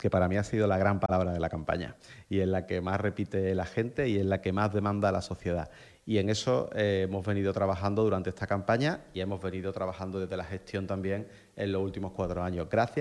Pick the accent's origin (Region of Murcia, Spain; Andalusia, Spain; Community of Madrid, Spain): Andalusia, Spain; Cádiz; Yo soy gaditano